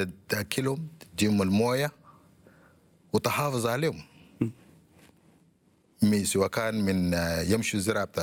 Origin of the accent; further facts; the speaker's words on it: South Kordofan, Sudan; اتولدت في جبل النوبة في منطقة صغيرة اسمها كوارتن، ونشأت في البيئة دي. يعني البيئة بتمتاز بالزراعة، معظم الأهالي مزارعين